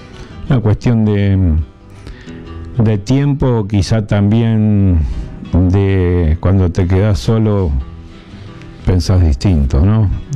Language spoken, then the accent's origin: Spanish; Asunción, Paraguay; born there; Nací en Asunción del Paraguay. Hace ya mucho tiempo, 72 años